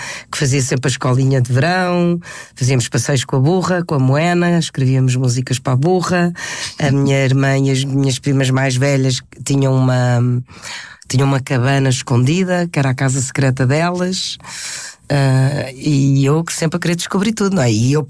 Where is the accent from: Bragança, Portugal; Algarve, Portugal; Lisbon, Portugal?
Lisbon, Portugal; born there; also born or lived in Madrid, Spain; criada em Espanha, estudei num colégio espanhol a vida toda. Quando vim para Portugal, ao fim de 6 anos, voltámos para Portugal com uma grande alegria e fui para o Instituto Espanhol. E estive até aos meus 15 anos de idade a estudar no Instituto Espanhol em Lisboa.